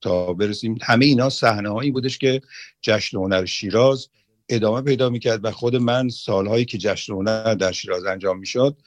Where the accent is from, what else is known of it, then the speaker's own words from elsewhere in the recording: Iran; also born or lived in Tehran; من به عنوان یک ایرانی